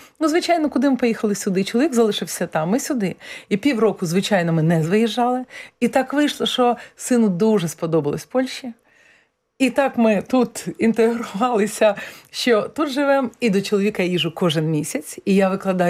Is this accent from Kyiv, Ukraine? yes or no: yes; Kyiv, Ukraine; moved away as an adult; now in Poland; Я з Києва